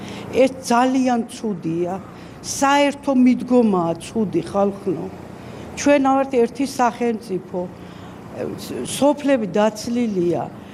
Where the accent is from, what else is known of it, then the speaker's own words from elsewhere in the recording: Kakheti, Georgia; მე მაინც კახელი ვარ